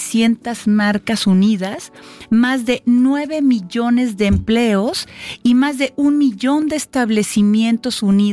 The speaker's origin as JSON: {"language": "Spanish", "country": "Mexico", "said": "Nosotros tenemos como mexicanos"}